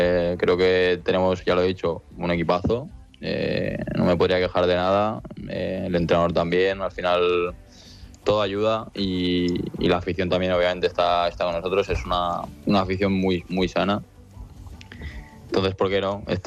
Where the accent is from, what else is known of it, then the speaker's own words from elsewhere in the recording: Spain; pero creo que no es un vestuario muy, muy típico por la edad y porque somos muchos españoles.